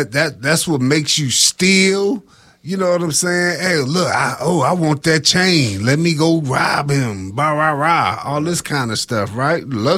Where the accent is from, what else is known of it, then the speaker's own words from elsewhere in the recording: Detroit, Michigan, United States; moved away; I'm from Detroit. And every now and then I go back.